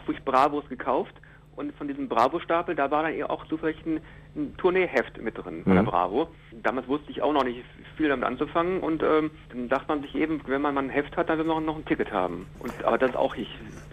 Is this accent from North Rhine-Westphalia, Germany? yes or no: yes; Hagen, North Rhine-Westphalia, Germany; Ich komme aus Hagen.